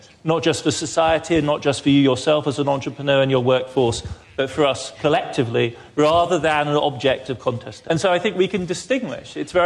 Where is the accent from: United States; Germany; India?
Germany; English is a second language; And this is a familiar problem to Europeans. I grew up in Germany, Germany also for many decades was accused of preying on other people's demands